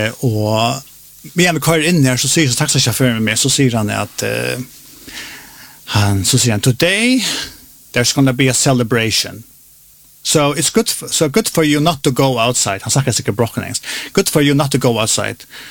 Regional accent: Denmark; Swedish is a second language; Kjallt om jag är danska rutschborgare, jag har danspass.

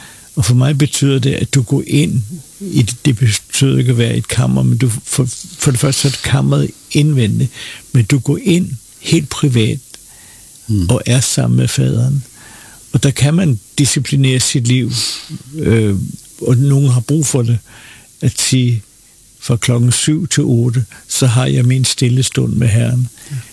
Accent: Copenhagen, Capital Region of Denmark, Denmark; Jeg voksede op på Utterslev Torv i København og gik i Billedhøjskole.

